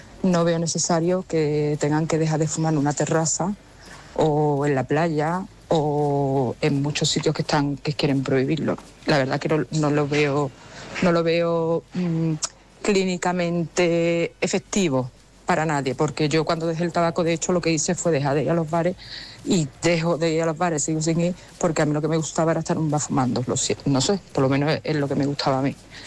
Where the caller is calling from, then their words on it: Écija, Andalusia, Spain; de Écija.